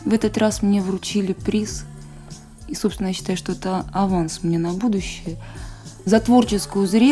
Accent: Omsk, Omsk Oblast, Russia; born there; moved away as an adult; now in Leningrad, Russia; музыкальное училище в городе Омске. Я вообще сама сибирячка.

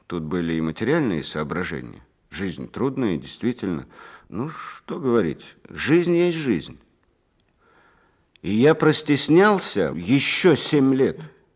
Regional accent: Leningrad Oblast, Russia; в Артемяке, где я родился и вырос мальчишкой, это под Ленинградом

